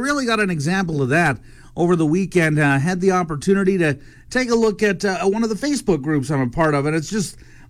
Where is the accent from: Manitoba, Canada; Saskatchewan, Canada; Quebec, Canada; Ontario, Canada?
Manitoba, Canada; Winnipeg; moved away; I grew up in Manitoba